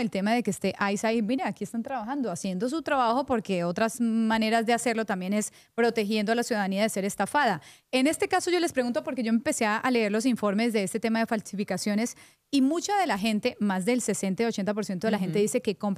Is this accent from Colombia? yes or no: yes; Colombia; Soy colombiana.